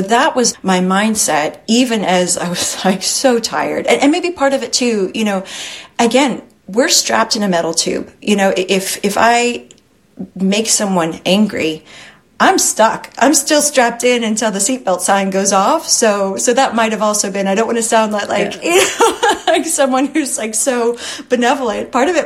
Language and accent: English; Texas, United States; I grew up in Texas. You know, I grew up in a really red spot. You know, my family is all shades of the political rainbow